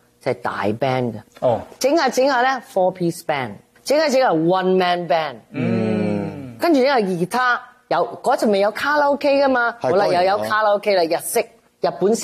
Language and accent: Cantonese; China; 以前我哋中國人已經好有品味，識會聘請外國嘅樂師啊、歌手啊嚟香港表演